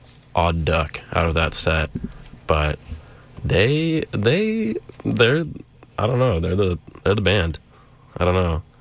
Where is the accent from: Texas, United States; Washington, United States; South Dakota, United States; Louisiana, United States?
South Dakota, United States; And I said I was from South Dakota.